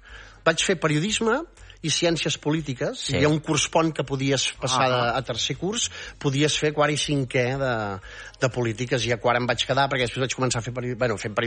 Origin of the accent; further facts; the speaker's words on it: Catalonia, Spain; nosaltres som de Barcelona, però tocant a Girona.